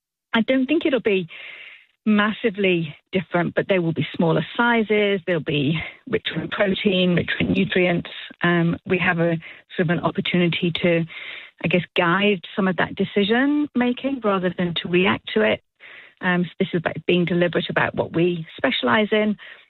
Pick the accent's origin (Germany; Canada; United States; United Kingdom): United Kingdom; Manchester, North West England; I am from Manchester.